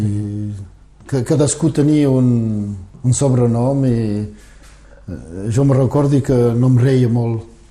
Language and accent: Catalan; Alenyà, Occitania, France; Sí, a Alanyà, aquesta casa.